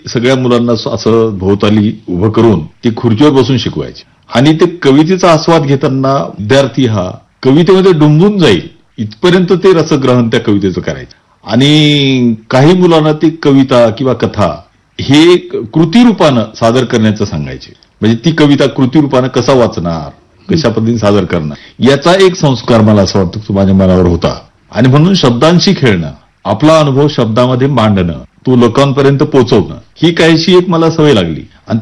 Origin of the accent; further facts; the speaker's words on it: Maharashtra, India; मराठी भाषा ही मुळात माझी मातृभाषा असल्यामुळं त्या विषयीचं प्रेम. त्यानंतर मी ज्या शाळेत होतो, माझ्या गावच्या शाळेत